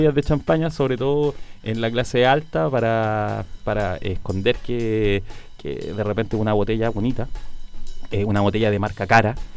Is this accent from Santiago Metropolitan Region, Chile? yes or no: yes; Batuco, Santiago Metropolitan Region, Chile; yo que soy de Batuco puedo ser batucano, batuquinés.